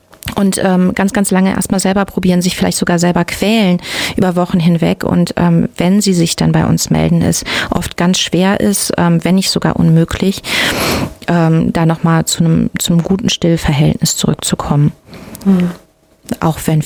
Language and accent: German; Witzenhausen, Hesse, Germany; Ganz speziell hier im Werra-Meißner-Kreis, beziehungsweise ich komme ja aus Witzenhausen.